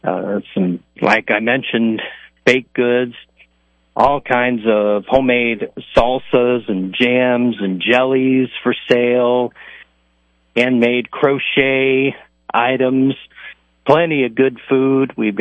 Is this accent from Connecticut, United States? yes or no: no; St. Louis, Missouri, United States; Coming from St. Louis, I grew up on Fitz's